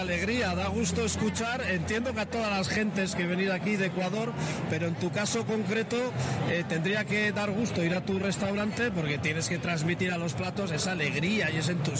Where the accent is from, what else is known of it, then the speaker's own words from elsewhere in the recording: San Sebastián, Basque Country, Spain; Mira, yo soy de San Sebastián, aquí en España